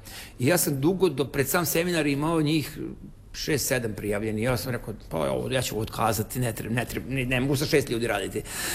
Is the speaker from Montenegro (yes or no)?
no; Tavankut, Vojvodina, Serbia; Ja sam iz Vojvodine, selo Tavanku kod Subotice